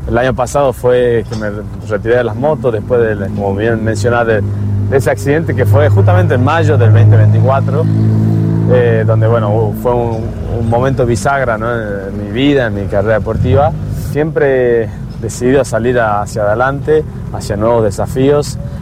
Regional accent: Argentina; qué más bonito que hacerlo en Argentina, ¿no? En mi país, con mi gente.

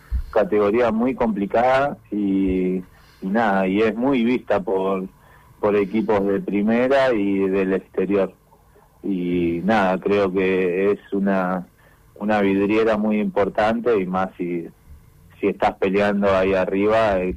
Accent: Berazategui, Buenos Aires Province, Argentina; born there; now in San Isidro, Argentina; Sí, yo nací ahí, pero ahora estoy erradicado en San Isidro, en zona norte.

